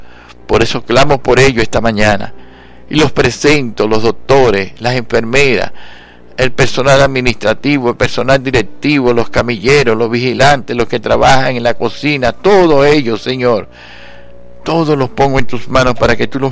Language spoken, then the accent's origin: Spanish; Venezuela